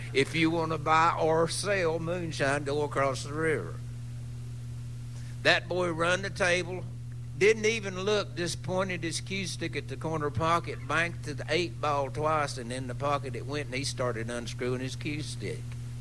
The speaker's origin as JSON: {"language": "English", "area": "Hamblen County", "region": "Tennessee", "country": "United States", "tie": "born or raised there", "said": "our hometown, of our home county, Hamblin County"}